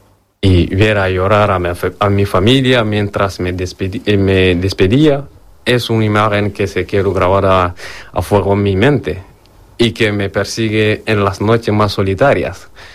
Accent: Mali; moved away; Cuando me fui de Mali, hace 3 años, en un momento que quedarme ya no era una opción si quería conservar mi vida. y mi libertad. La solución en mi país se volvió insostenible

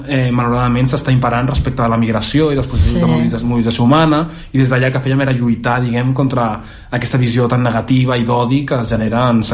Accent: Catalonia, Spain; Jo soc el català del grup, diuen.

